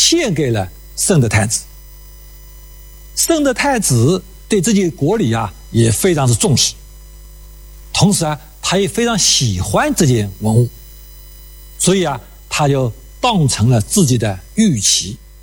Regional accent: China

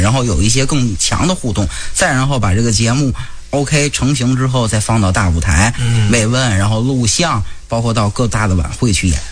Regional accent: Tianjin, China; 我们天津人。

